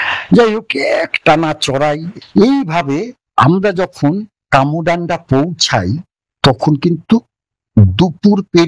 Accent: Belgharia, West Bengal, India; আমার বাড়ি বেলঘরিয়া

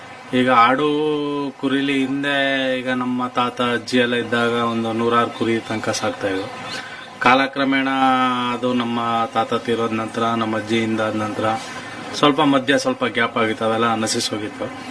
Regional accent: Malavalli, Karnataka, India; ಇದು ನನ್ನ ಜಿಲ್ಲೆದು, ನನ್ನ ತಾಲೂಕು, ನನ್ನ ಗ್ರಾಮದು.

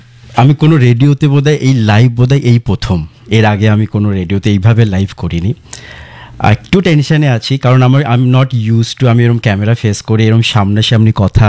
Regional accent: West Bengal, India; now in Kolkata, India; আমি কলকাতা, আমি ফ্রম আমি বেসিক্যালি আমি উত্তরবঙ্গের, কলকাতায় আমি একা থাকি।

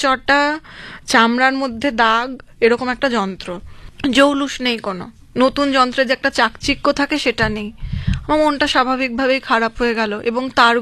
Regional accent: Assam, India; born there; আমি আসামে জন্মেছি, ছোটবেলা থেকেই আমি এই পরিবেশে বড় হয়েছি, আমরা জয়েন্ট ফ্যামিলি।

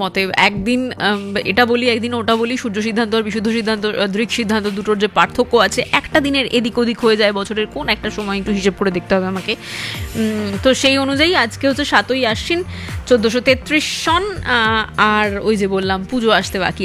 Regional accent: India

